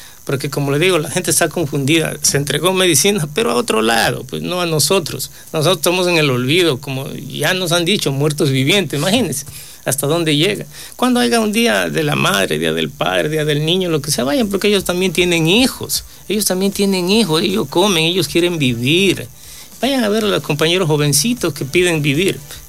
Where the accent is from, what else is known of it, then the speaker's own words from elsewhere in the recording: Ecuador; nosotros somos también ecuatorianos.